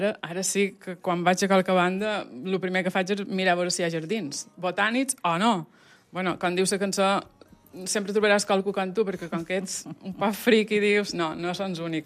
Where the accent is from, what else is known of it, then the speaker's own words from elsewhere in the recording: Sóller, Balearic Islands, Spain; also born or lived in Fornalutx; Ja he nascut a Buenafornalutx, Sóller, una cama a cada banda. Sempre, els caps de setmanes, he anat a Solivar, el que dèiem a Sóller Solivar, la finca